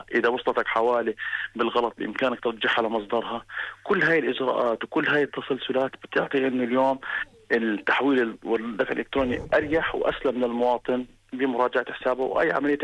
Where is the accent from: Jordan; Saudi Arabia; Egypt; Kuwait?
Jordan